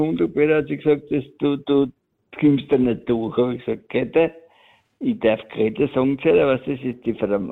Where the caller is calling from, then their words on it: St. Marein-Feistritz, Styria, Austria; Ja, St. Marein, Feistrich, aus dem Murtal.